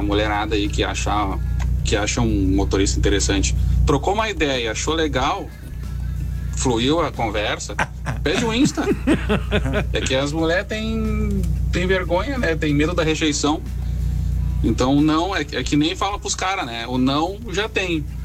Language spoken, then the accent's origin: Portuguese; Gravataí, Rio Grande do Sul, Brazil; now in Porto Alegre, Brazil; Sou de Gravataí, tô aqui em Porto Alegre agora.